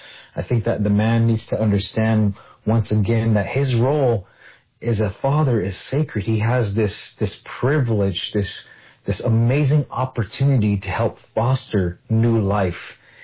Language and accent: English; Salt River, Arizona, United States; And then even just growing up in Salt River, I would hear elders kind of talk a little bit about the old days.